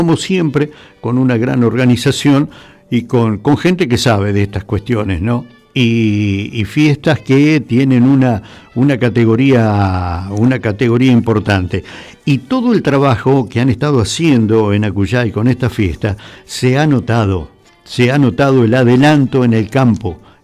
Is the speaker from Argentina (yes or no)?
yes; Argentina